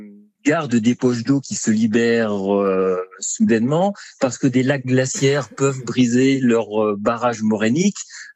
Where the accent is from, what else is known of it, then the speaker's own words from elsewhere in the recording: Auvergne-Rhône-Alpes, France; chez nous, en Oisans